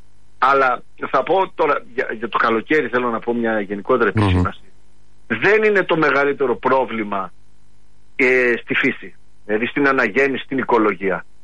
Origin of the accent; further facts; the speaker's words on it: Lemnos, North Aegean, Greece; γιατί κατάγομαι από τη Λίμνο